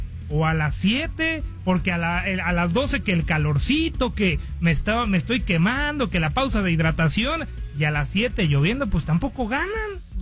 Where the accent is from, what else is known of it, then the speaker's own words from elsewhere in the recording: Móstoles, Community of Madrid, Spain; Cerca de Móstoles, de donde soy.